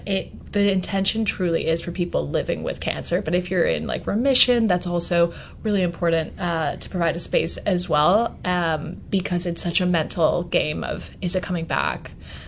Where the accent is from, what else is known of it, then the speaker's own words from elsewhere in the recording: Canada; I'm Canadian